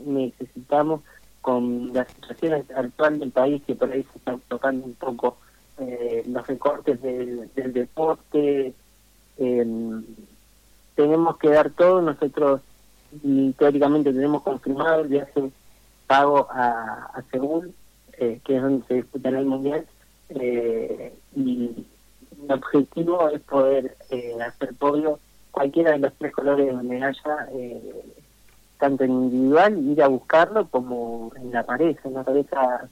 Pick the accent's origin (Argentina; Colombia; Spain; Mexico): Argentina; Moreno, Buenos Aires Province; now in Mar del Plata, Argentina; yo en realidad soy oriundo de Moreno, nada más que el conurbano bonaerense. Y allá es un poco más complicado todo, digamos. es mucho más precario, digamos, desde las casas.